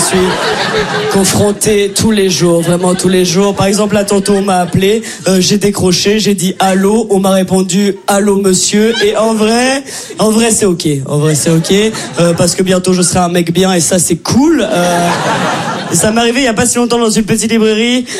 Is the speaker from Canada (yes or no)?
no; Brussels, Belgium; accent: Brussels